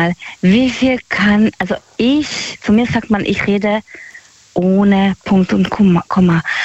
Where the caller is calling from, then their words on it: Heidenheim an der Brenz, Baden-Württemberg, Germany; Aus Heidenheim an der Brenz.